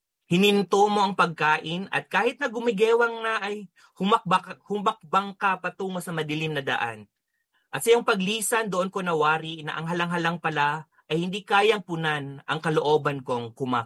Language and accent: Tagalog; Iligan, Northern Mindanao, Philippines; experience ko growing up dito sa Iligan